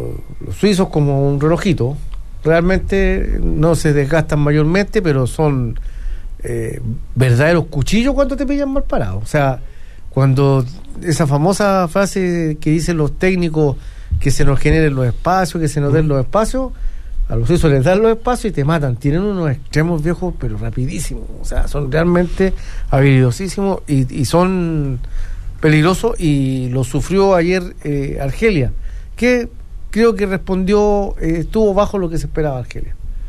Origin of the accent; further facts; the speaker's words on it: Chile; Los chilenos votamos